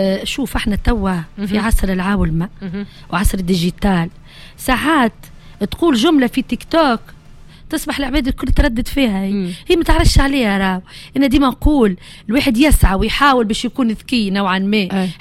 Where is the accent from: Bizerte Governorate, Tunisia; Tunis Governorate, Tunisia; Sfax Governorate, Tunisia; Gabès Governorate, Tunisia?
Gabès Governorate, Tunisia; Wedhref; أنا جبسية وتحديدا من وذرف